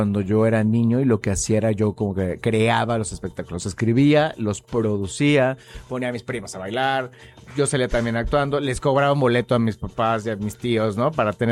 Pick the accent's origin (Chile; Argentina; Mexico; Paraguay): Mexico; Entonces nosotros somos muy mexicanos y mucho más dramáticos.